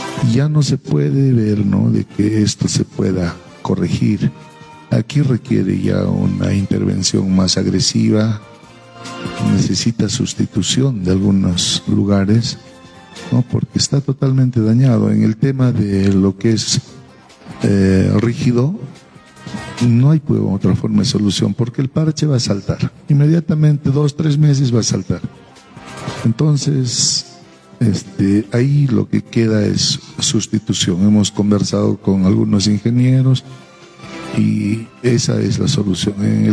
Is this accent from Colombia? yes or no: no; Yunguyo, Puno, Peru; en el año 2001-2002 retorno a mi tierra como profesor en mi colegio, en el Colegio José Galvez.